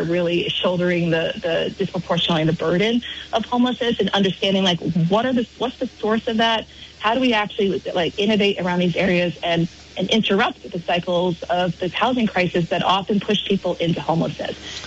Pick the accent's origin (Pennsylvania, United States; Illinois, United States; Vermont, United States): Vermont, United States; Barre; now in Burlington, United States; I grew up in Barry